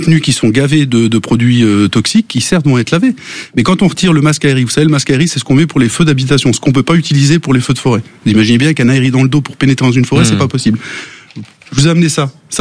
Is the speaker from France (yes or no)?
yes; Chablis, Bourgogne-Franche-Comté, France; le Chablis, ce n'est pas de l'alcool. Donc, je suis de là-bas